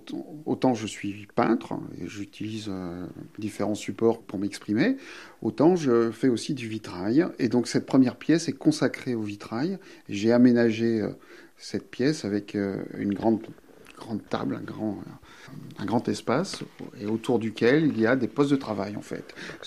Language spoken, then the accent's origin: French; South-West France, France; also born or lived in Paris; now in Chaumont-sur-Tharonne, France; Je suis originaire du Sud-Ouest et j'ai vécu